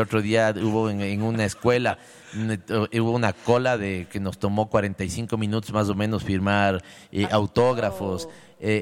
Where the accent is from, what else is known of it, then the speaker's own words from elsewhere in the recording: Quito, Pichincha, Ecuador; yo sí me considero quiteño, entonces tengo sal quiteña